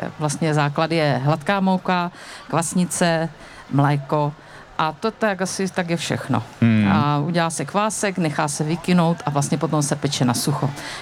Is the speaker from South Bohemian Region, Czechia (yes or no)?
no; Moravský Písek, South Moravian Region, Czechia; Z Moravského Písku.